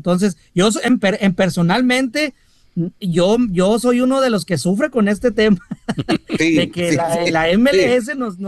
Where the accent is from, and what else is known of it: Mexico